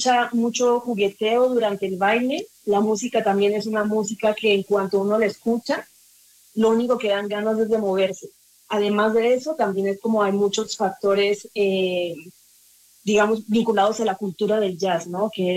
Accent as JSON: {"language": "Spanish", "country": "Mexico", "lives_now": "Bogotá, Colombia"}